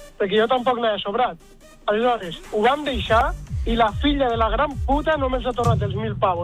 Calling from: Lleida, Catalonia, Spain; de Lleida.

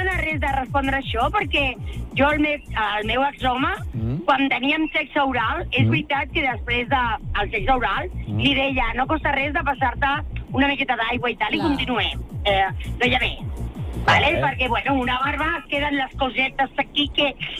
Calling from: Vilanova de Sau, Catalonia, Spain; soc de Vilanova de Sau.

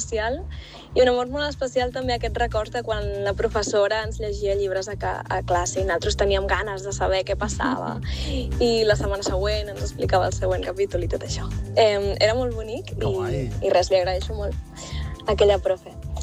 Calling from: Reus, Catalonia, Spain

